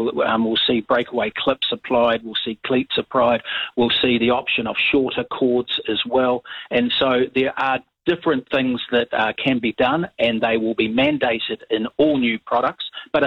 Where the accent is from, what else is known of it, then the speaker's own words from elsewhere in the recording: Hawera, Taranaki, New Zealand; that young mother of that beautiful little 3-year-old from Hawera, my hometown